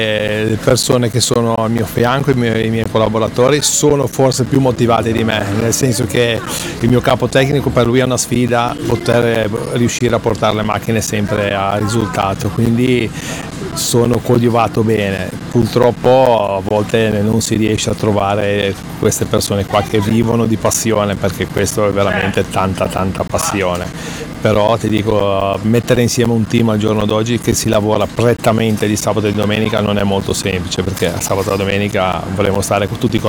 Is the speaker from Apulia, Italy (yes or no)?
no; Chiavari, Liguria, Italy; Ma diciamo che ci fa sempre piacere perché io sono di Chiavari, quindi giochiamo in casa.